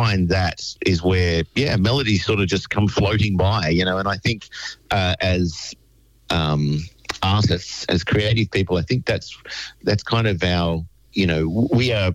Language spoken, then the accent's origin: English; Wagga Wagga, New South Wales, Australia; I grew up. I'm from Wagga. That's my hometown. I grew up in that beautiful city, and you know, growing up in Wagga, you're as a young local.